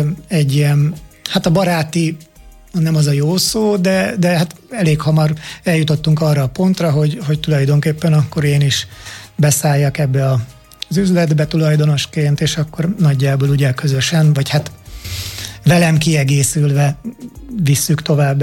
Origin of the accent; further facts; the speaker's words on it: Hungary; akkor, meg még most is egyetlen magyarként.